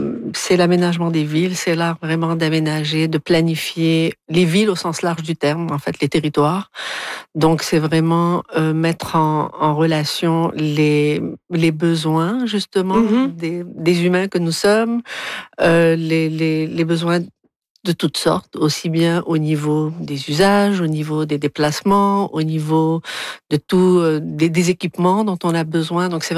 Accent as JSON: {"language": "French", "town": "Algiers", "region": "Algiers Province", "country": "Algeria", "tie": "born or raised there", "moved": "yes", "said": "je suis natif d'Alger."}